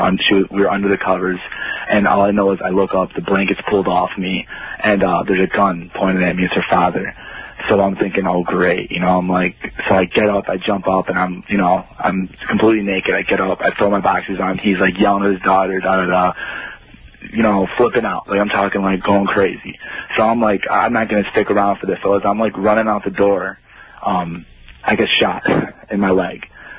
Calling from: Detroit, Michigan, United States; Yeah, I'm 19. That's correct. I'm from Detroit.

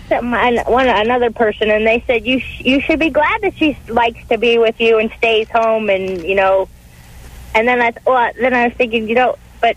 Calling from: Washington, United States; I live in Washington State.

